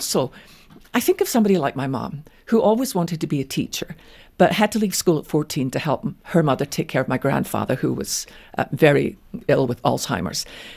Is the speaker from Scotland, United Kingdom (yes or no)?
yes; Scotland, United Kingdom; born or raised there